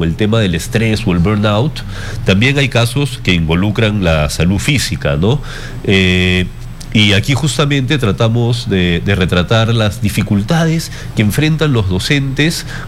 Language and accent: Spanish; Peru